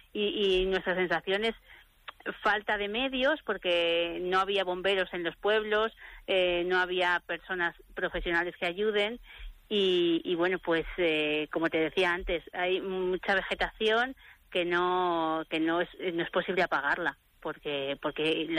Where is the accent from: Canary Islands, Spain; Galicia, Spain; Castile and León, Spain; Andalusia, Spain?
Castile and León, Spain; Fariza; Fariza, mi pueblo es Fariza, sí.